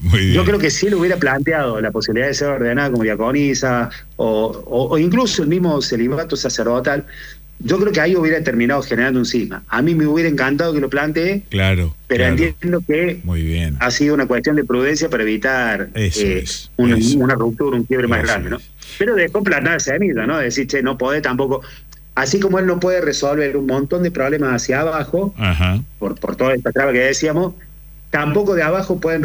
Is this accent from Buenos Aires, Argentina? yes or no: no; Córdoba, Argentina; yo soy de Barrio Comercial, que la parroquia también abarca muchas zonas vulnerables, entre ellas mi barrio de origen